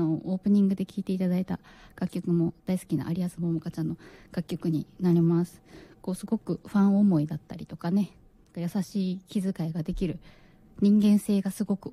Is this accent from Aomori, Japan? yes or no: yes; Aomori, Japan; moved away as an adult; now in Tokyo, Japan; まず出身が、東京ではなくて青森になります。青森からね、10年前ぐらいですね、上京をしてきて、もう東京に今10年ぐらい住んでいます。